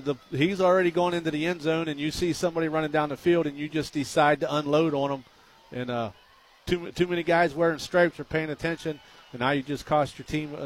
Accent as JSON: {"language": "English", "country": "United States", "tie": "born or raised there", "said": "I've used those guys for years as I grew up in the Twin City area"}